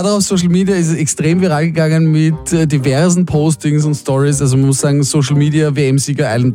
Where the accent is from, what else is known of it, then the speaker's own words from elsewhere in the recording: Pressbaum, Lower Austria, Austria; moved away; Also ich bin ja in Pressbaum aufgewachsen.